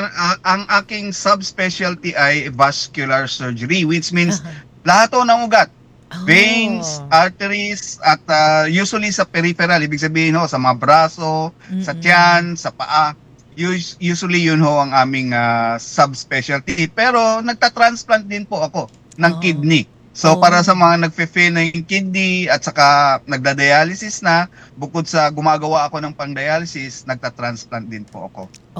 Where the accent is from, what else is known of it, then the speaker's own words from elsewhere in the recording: Cagayan Valley, Philippines; now in Metro Manila, Philippines; ako ho ay tubong Cagayan Valley. Although hindi ako doon nag-practice, tubong Cagayan Valley ako.